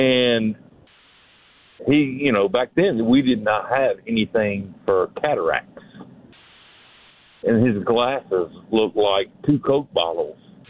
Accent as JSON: {"language": "English", "region": "Georgia", "country": "United States", "said": "we are from South Georgia, Atlanta, you know, between Atlanta and the Florida border."}